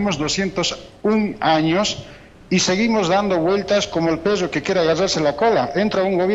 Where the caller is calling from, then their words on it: Bolivia; Somos indignos como bolivianos.